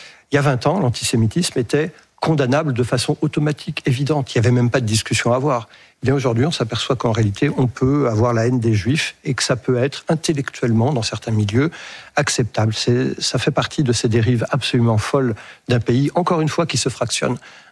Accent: France; On est français.

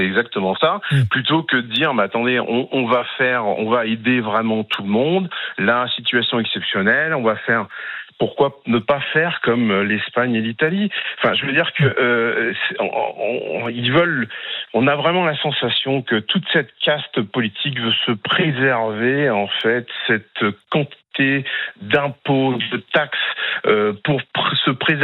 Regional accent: Hauts-de-France, France; born there; now in Aveyron, France; Il y a des villes même de 20 000 habitants dont où je suis né dans l'Oise, donc plutôt au nord de Paris, 20 000 habitants

